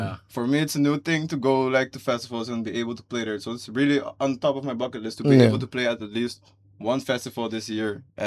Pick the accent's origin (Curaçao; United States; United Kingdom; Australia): Curaçao; moved away as an adult; now in Netherlands; I was born and raised in Curaçao, and then I came to the Netherlands to study. So my roots are in the Caribbean. My grandparents are from Suriname.